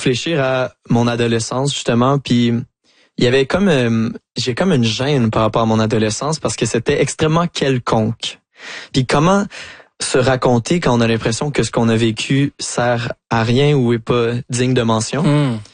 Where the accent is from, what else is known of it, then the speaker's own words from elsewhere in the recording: Saint-Hyacinthe, Quebec, Canada; parce que moi je viens de Saint-Hyacinthe qui est une ville agricole